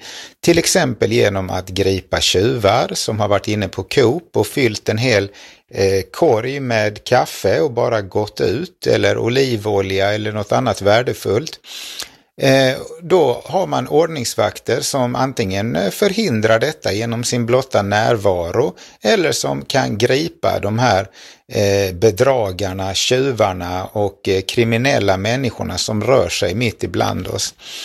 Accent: Lund, Skåne, Sweden; när jag var liten i Lund

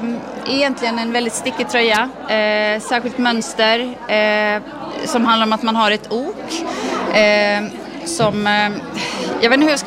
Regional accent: Iceland; moved away; Jag kommer från Island där det finns en viss stickkultur.

